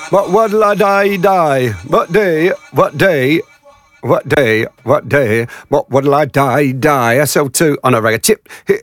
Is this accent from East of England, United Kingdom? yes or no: yes; Watford, East of England, United Kingdom; born or raised there